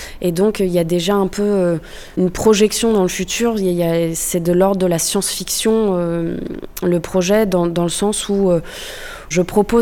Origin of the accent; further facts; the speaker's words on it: Brittany, France; Je suis originaire de Bretagne. Je vis depuis 3-4 ans à Saint-Malo.